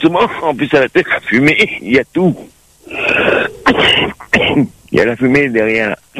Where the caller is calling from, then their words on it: Bordeaux, Nouvelle-Aquitaine, France; je suis à Bordeaux.